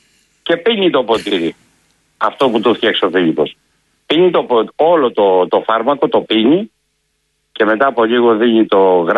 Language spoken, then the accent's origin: Greek; Western Greece, Greece; Εγώ δεν είμαι, είμαι Μακεδόνας, έτσι. Εγώ είμαι Ακαρνάνας.